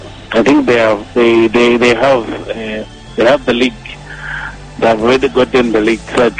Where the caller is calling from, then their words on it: Kumbo, North-West Region, Cameroon; Yeah, I remember Kumbo the Handsome.